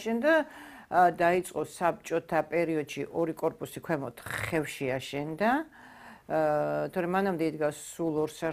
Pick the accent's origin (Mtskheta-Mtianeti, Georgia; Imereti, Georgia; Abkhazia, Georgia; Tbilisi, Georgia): Tbilisi, Georgia; იმიტომ რომ ვაკეში დავიბადე. იქვე საბავშვო ბაღში იქვე დავდიოდი, სკოლაში იქვე დავდიოდი.